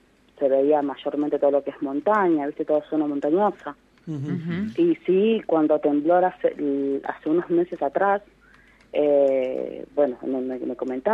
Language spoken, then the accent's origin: Spanish; Buenos Aires, Argentina; moved away; Yo soy de Buenos Aires.